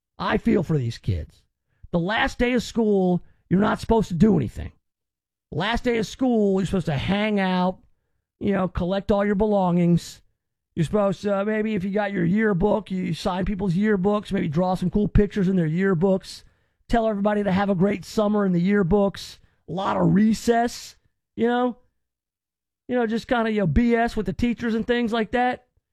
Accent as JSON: {"language": "English", "town": "Memphis", "region": "Tennessee", "country": "United States", "tie": "born or raised there", "said": "I was born in Memphis, and I moved around a lot, and then I was back in Memphis by third grade, and it was a rough transition."}